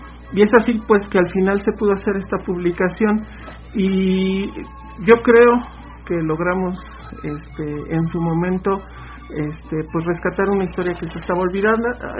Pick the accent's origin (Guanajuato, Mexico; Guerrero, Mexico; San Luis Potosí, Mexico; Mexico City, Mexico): Mexico City, Mexico; San Nicolás Totolapan; allá en el pueblo de donde soy originario.